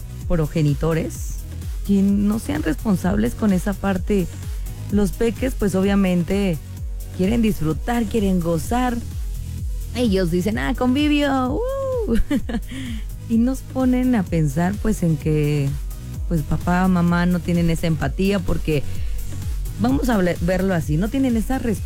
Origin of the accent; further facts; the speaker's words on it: Calimaya, State of Mexico, Mexico; Sí, tan bello mi pueblito allá en la Conchita Calimaya.